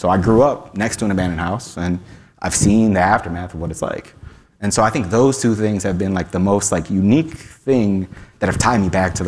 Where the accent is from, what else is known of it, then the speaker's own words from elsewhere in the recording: Cleveland, Ohio, United States; also born or lived in Puerto Rico; So I grew up on Stockyards neighborhood, west side of town, West 70th and Clark, 69 block of Clark. My family moved here from the 90s and from Puerto Rico.